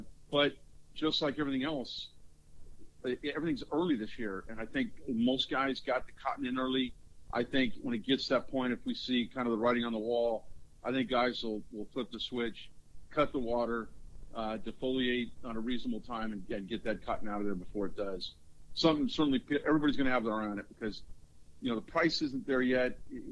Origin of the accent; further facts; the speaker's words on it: Los Angeles, California, United States; born there; I was actually born in Los Angeles.